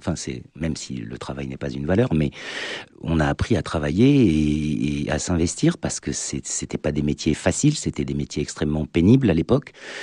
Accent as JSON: {"language": "French", "town": "Saumur", "region": "Pays de la Loire", "country": "France", "tie": "born or raised there", "said": "Je suis de Saumur et je suis né à Saumur."}